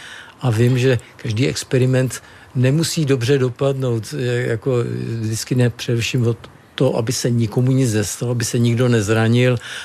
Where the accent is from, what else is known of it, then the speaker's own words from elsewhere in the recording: Strakonice, South Bohemian Region, Czechia; Tak jsem vyrostl ve Strakonicích v podstatě 300 metrů odtud je nemocnice, kde jsem se narodil, na druhou stranu 300 metrů je dům, kde jsem s rodiči do 20 let žil.